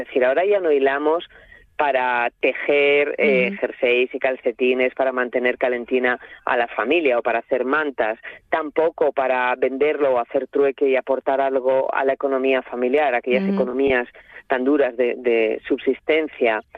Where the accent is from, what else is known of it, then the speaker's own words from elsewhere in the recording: Gijón, Asturias, Spain; now in León, Spain; Te digo aquí porque yo vivo en León, aunque soy de Gijón, del barrio del Molinón.